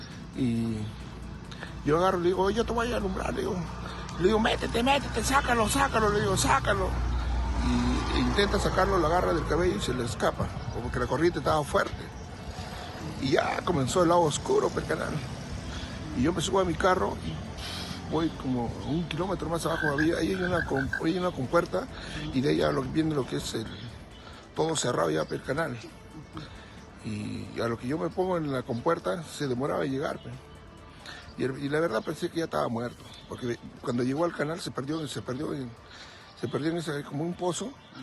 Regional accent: Sama, Tacna, Peru; Soy de Sama

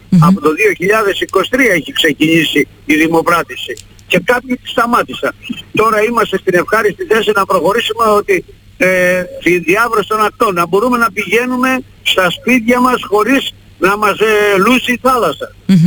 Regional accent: Vrachneika, West Greece, Greece; now in Monodendri, Greece; εμείς ζούμε στο Μονοδέντρη χρόνια, εγώ είμαι από τα Βραχνέικα, αλλά τώρα έτσι ξαφνίζει στο Μονοδέντρη, είμαι μονοδεντρίτης πλέον, αλλά εκεί είμαι και βραχιώτης

